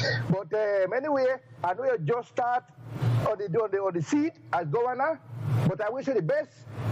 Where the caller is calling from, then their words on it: Cayman Islands; And I'm coming from the Cayman Islands, and I listen to you, and I watch you on live on Facebook.